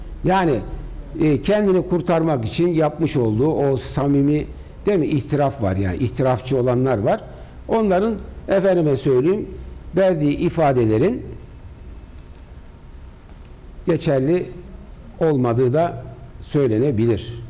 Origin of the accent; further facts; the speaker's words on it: Mersin, Turkey; Şimdi biz Mersin'deyiz. Mersinliyiz.